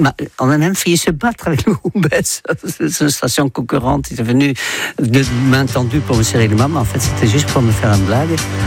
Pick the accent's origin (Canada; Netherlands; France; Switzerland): Netherlands; moved away as an adult; c'était aux Pays-Bas. Et j'ai quitté les Pays-Bas quand j'avais 21 ans, donc ça fait 61 ans.